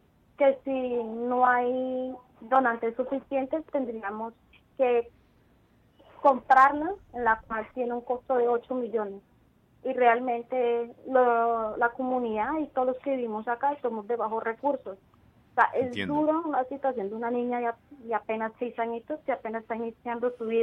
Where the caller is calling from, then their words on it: Neiva, Huila, Colombia; soy de Neiva Huila. Sí. Vivo en la comuna número 8 del barrio Los Alpes.